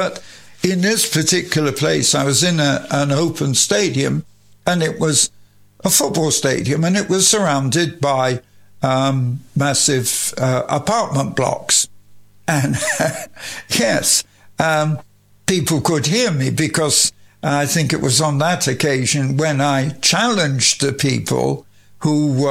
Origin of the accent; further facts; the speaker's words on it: England, United Kingdom; And I'm an Englishman, and if you're listening to me, when I've finished, then come down and bring me a cup of tea.